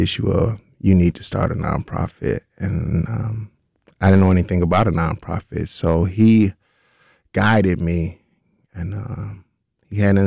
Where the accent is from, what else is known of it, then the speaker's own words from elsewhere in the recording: Chicago, Illinois, United States; moved away as an adult; now in Madison, United States; I grew up in Chicago, born and raised.